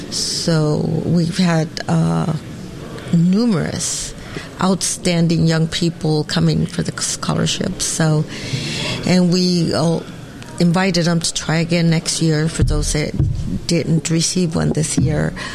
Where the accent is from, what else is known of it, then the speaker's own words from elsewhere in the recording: San Francisco, California, United States; it was during the Vietnam era that as I grew up in San Francisco, I used to see a lot of service members in town in uniform and also in church